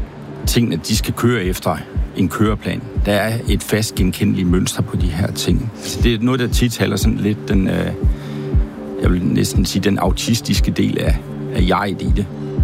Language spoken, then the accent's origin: Danish; Jutland, Denmark; ude på den jyske hed, i øvrigt der, hvor jeg kommer fra